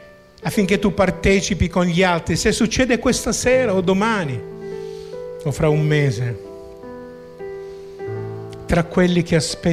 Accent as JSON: {"language": "Italian", "town": "Niscemi", "region": "Sicily", "country": "Italy", "tie": "born or raised there"}